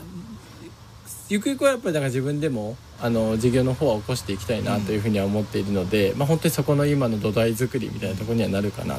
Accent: Sendai, Miyagi, Japan; moved away; 元もと仙台出身なので、うん、あの東日本大震災経験して

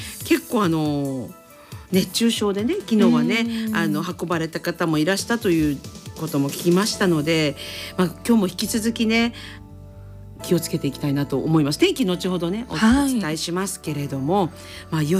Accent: Kanazawa, Ishikawa, Japan; born there; 私はあの金沢生まれだったので

